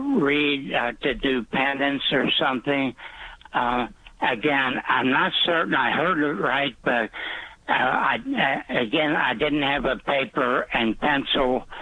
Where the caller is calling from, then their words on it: Kentucky, United States; Yes, I'm calling from Northern Kentucky